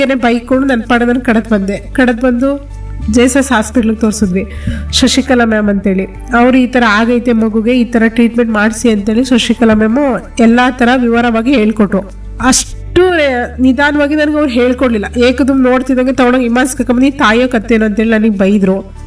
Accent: Karnataka, India; moved away as an adult; now in Kenchanahalli, H.D. Kote taluk, India; ನನ್ನ ಸ್ವಂತ ಅವರು ಪ್ರಿಯಾಪಟ್ಟಣ ತಾಲೂಕು ಬೂತ್ನಳ್ಳಿ ಅಂತೇಳಿ. ನಾನು ಮದುವೆ ಆಗಿರೋದು ಹೆಚ್ ಡಿ ಕೋಟೆ ತಾಲೂಕು ಕೇಡ್ದೊರೆಗೆ. ಮದುವೆ ಆಗಿದ್ದು 2010

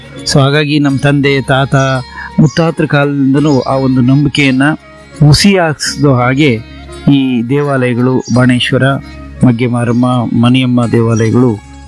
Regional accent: Magge, Karnataka, India; ಇದು ನಾನು ಕರ್ನಾಟಕದಲ್ಲಿ ಎಲ್ಲೂ ನೋಡಿಲ್ಲ, ಇಲ್ಲಿದೆ ಮಗ್ಗಿನ ನಮ್ಮೂರಲ್ಲಿ ಮಾತ್ರ ನೋಡಿರೋದು.

